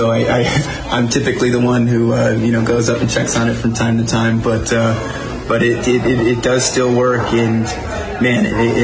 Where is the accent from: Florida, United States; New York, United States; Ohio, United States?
Florida, United States; Vero Beach; born there; also born or lived in Sebastian; Well, I was born in Vero Beach, but I lived in Sebastian.